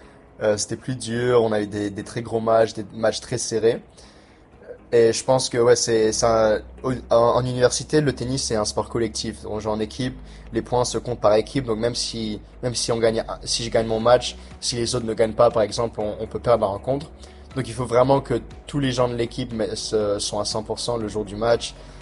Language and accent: French; Port Vila, Shefa, Vanuatu; moved away as an adult; now in Buffalo, United States; j'ai grandi à Port-Vila